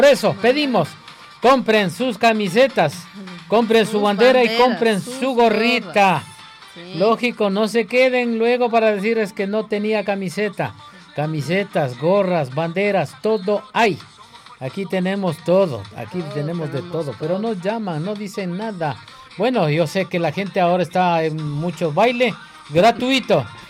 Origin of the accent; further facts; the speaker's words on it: Ecuador; ese es nuestro anhelo como ecuatorianos que somos